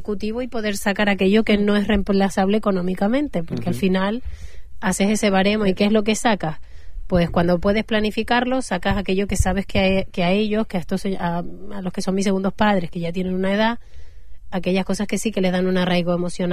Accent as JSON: {"language": "Spanish", "area": "La Palma", "region": "Canary Islands", "country": "Spain", "said": "¿de dónde eres? De La Palma. La isla del volcán."}